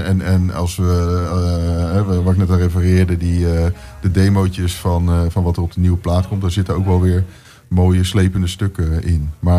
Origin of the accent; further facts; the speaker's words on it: The Hague, South Holland, Netherlands; born there; accent: Haags; Nou, ik kom uit Den Haag.